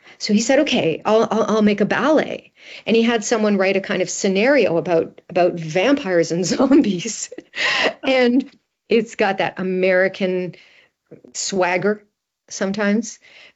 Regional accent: Canada; as a Canadian

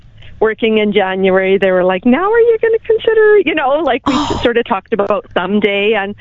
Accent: Winnipeg, Manitoba, Canada; also born or lived in Northwestern Ontario; now in Altona, Canada; Well, I'm originally from Winnipeg, and a little over 30 years ago, I moved to Northwestern Ontario for a year to try it.

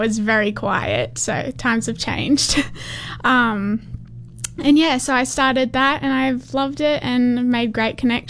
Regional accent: Emerald, Queensland, Australia; So I grew up in Emerald. I'm born and bred there. I have lived there my whole life

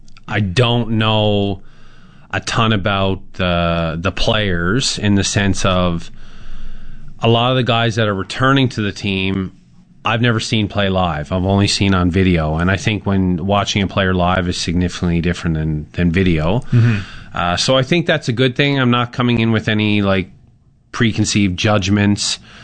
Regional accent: Newfoundland and Labrador, Canada; I'm originally from Newfoundland, so a lot of us from Newfoundland are kind of seafood snobs, so to speak.

